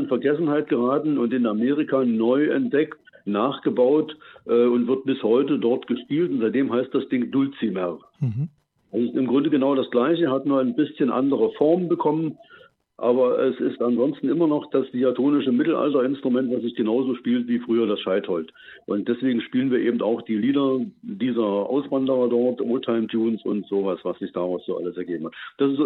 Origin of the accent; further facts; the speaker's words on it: Berlin, Germany; now in Thuringia, Germany; Wir kommen aus der Berliner Gegend hierher, sind seit 6 Jahren hier in Thüringen wieder